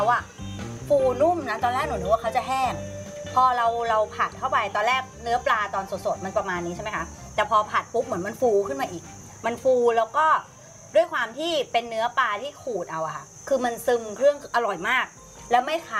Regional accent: Southern Thailand, Thailand; ไม่ได้เราเป็นคนใต้

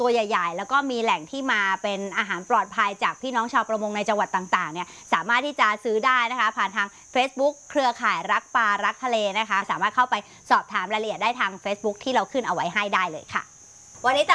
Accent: Southern Thailand, Thailand; ไม่ได้เราเป็นคนใต้

